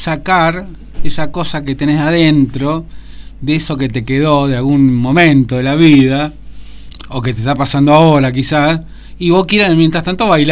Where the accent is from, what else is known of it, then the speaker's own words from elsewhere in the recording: Argentina; viste cómo somos los argentinos, que somos intensos. Somos hincha pelota nosotros los argentinos